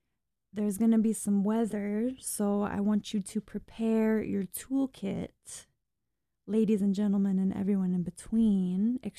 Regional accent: Kansas, United States; now in Chicago, United States; I'm from Kansas, so a tornado don't scare me none.

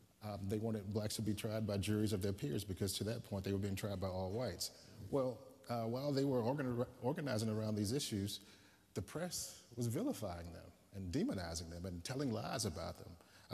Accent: Mississippi, United States; I grew up black in Mississippi

